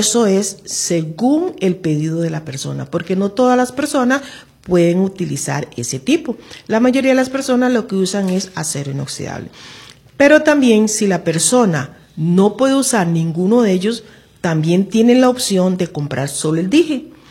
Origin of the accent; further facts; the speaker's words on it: Costa Rica; como ticos que somos.